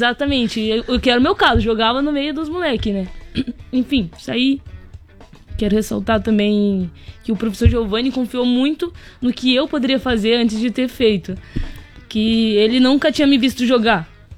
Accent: Amazonas, Brazil; porque eu sou do estado do Amazonas, né? Até zoei. Mas, enfim, eu saí de casa com 16 anos

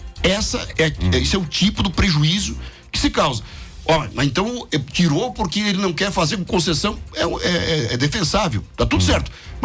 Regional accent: Xanxerê, Santa Catarina, Brazil; also born or lived in Chapecó; eu sou de Xanxerê, Chapecó, enfim, sou da região.

